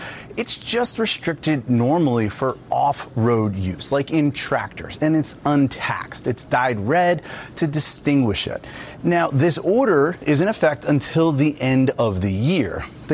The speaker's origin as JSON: {"language": "English", "region": "New Jersey", "country": "United States", "said": "my home state of New Jersey"}